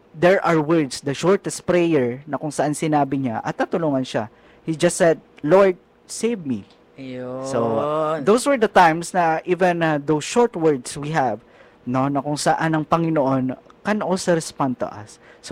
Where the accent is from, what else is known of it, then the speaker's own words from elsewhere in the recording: Ilocos Region, Philippines; Halimbawa sa amin sa Pangasinan, akala ng mga tao galit na kami.